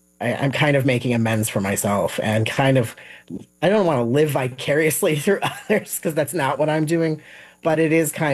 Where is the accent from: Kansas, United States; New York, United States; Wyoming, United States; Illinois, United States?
Illinois, United States; Park Ridge; a lot of that drive comes from resources that I didn't have even growing up in Park Ridge. And, you know, not forever long ago, you know, I'm only 46